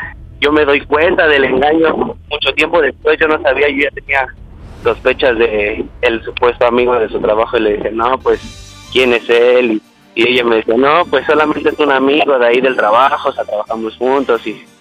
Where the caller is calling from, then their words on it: Mexico City, Mexico; Tengo 27 años y soy de la Ciudad de México.